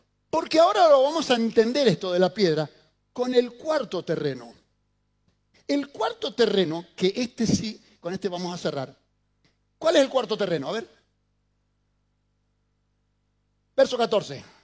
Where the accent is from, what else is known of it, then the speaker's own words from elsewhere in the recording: Mendoza, Argentina; me crié en el campo, me crié en Mendoza